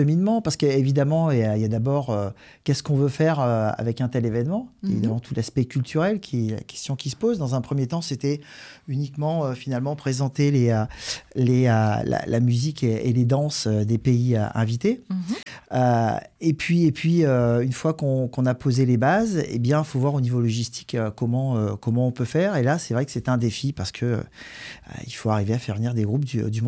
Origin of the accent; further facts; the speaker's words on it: Gannat, Auvergne-Rhône-Alpes, France; moi, j'ai grandi à Ghana.